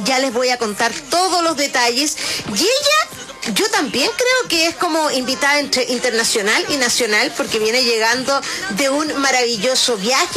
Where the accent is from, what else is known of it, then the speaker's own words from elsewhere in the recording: Chile; nuevos desarrollos que también como chilenos podemos incorporar incorporar.